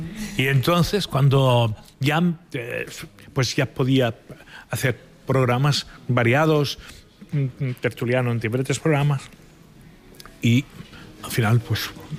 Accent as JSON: {"language": "Spanish", "town": "Barcelona", "region": "Catalonia", "country": "Spain", "said": "Yo soy de Sant Andreu, es un barrio que está bastante lejos, pero ir a la Plaza de Cataluña, Paseig de Gràcia número 1, a trabajar."}